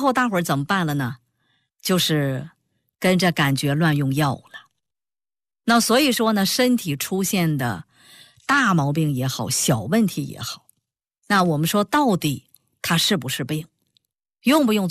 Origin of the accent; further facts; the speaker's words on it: China; 中医呢，是我们中国人的根